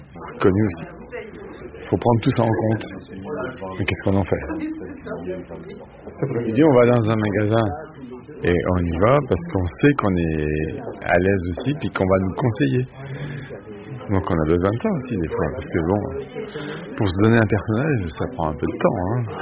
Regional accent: Pays de la Loire, France; Moi, je suis de Vendée.

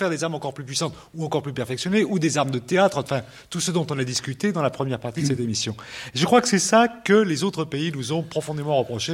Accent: France; pendant ce fameux mois de septembre où nous étions en tant que Français, je ne dis pas soumis aux lazzi du monde

